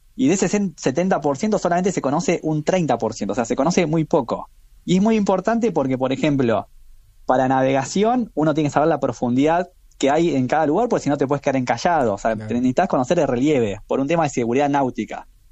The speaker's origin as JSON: {"language": "Spanish", "town": "La Plata", "region": "Buenos Aires Province", "country": "Argentina", "said": "yo estudié en la Universidad de La Plata, porque soy de ahí de La Plata"}